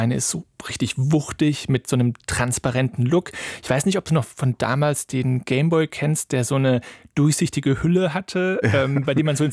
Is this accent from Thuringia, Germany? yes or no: no; Cologne, North Rhine-Westphalia, Germany; ich komme ja aus Köln